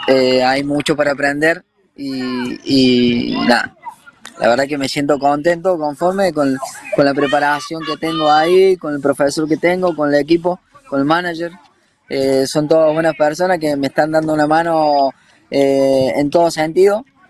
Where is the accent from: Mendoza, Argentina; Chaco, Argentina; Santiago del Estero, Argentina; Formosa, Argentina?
Mendoza, Argentina; now in Spain; hay otro argentino, otro mendocino